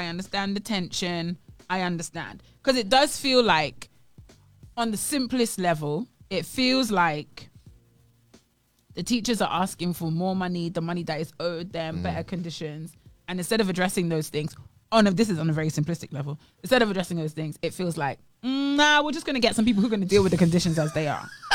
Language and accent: English; Ghana; now in Bahamas; I'm Ghanaian to the core.